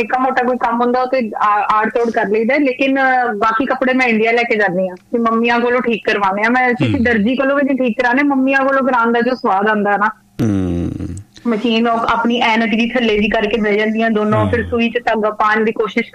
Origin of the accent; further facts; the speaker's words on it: Punjab, India; ਪਿੰਡ ਚ ਪੜੀ ਆ ਮੈਂ ਕਿਹੜਾ ਸ਼ਹਿਰ ਚ ਪੜੀ ਆ ਮੇਰਾ ਪਿੰਡ ਵੀ ਤੁਹਾਡੇ ਨਵਾਂ ਸ਼ਹਿਰ ਦੇ ਕੋਲ ਹੀ ਸੀਗਾ